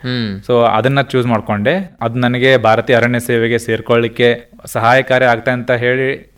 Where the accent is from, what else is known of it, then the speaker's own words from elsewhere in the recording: Savadi, Karnataka, India; also born or lived in Jamkhandi; ನಾನು ಮೂಲತಃ ಬೆಳಗಾವಿ ಜಿಲ್ಲೆಯ ಅಥಣಿ ತಾಲೂಕಿನ ಸೌದಿ ಎಂಬ ಸಣ್ಣ ಹಳ್ಳಿ. ಆ ಹಳ್ಳಿಯಲ್ಲಿ ನಮ್ಮ ಕುಟುಂಬ ಕೃಷಿ ಆಧಾರಿತ ಕುಟುಂಬ.